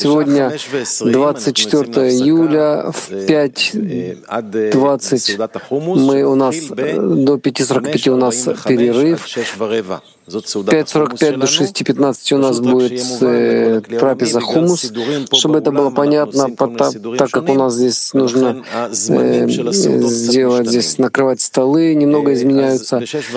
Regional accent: Israel; Я из Израиля. 50 лет я в стране, и только даже знать, что и из Израиля тоже приезжают сюда стажеры, такие даже молодые, как я.

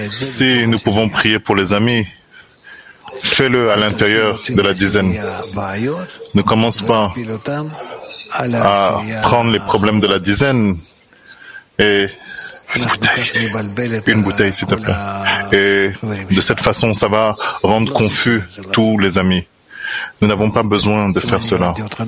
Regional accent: England, United Kingdom; French is a second language

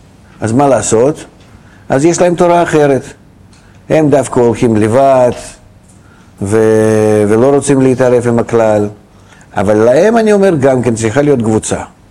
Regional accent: Beersheba, Southern District, Israel; עממי, לא אז מה, אני מגיע מבאר שבע, כדי יודע

